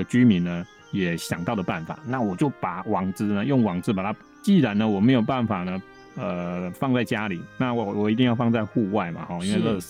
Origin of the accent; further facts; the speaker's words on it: Taiwan; 我相信这个我们台湾人很多都去过日本